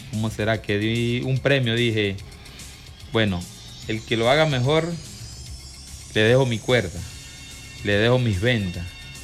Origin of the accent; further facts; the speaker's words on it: El Vigía, Mérida, Venezuela; born there; la traigo acá a casa, a mi Vigía querido, a Tierra de Campeones. Me hace feliz llegar a mi pueblo